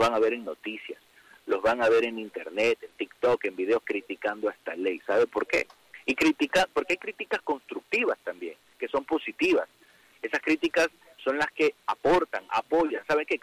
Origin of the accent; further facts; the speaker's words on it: Ecuador; Miren, en estos momentos nosotros como ecuatorianos tenemos que identificar